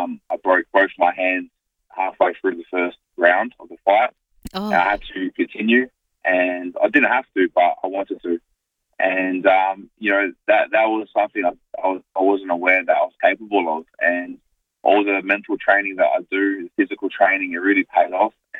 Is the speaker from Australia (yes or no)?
yes; Adelaide, South Australia, Australia; now in Auckland, New Zealand; I grew up in North Haven and also Two Wells. Originally, when we first came to Adelaide, I was in Taparu, and then we moved in with my grandparents in North Haven. So that was sort of my area.